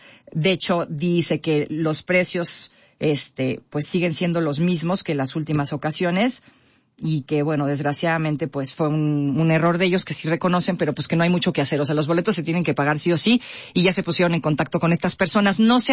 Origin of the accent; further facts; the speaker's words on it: Mexico; Somos mexicanos, insisto